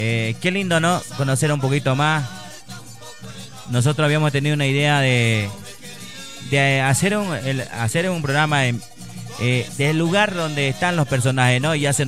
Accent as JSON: {"language": "Spanish", "town": "Vallegrande", "region": "Santa Cruz", "country": "Bolivia", "said": "Saludos a todos los agricultores, agricultor de mi tierra"}